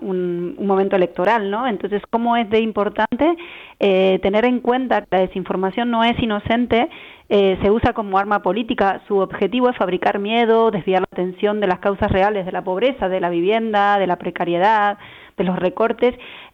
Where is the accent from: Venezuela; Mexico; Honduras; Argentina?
Argentina; now in Spain; yo soy argentina, de origen argentino